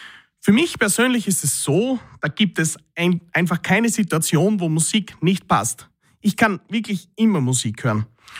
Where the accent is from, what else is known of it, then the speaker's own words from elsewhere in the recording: Austria; speziell auch als Österreicher hier in Österreich